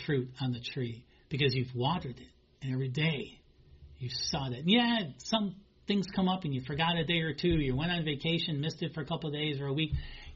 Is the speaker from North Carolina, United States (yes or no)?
no; Chicago, Illinois, United States; I grew up in the Chicago area, Illinois, and boy, we had long winters.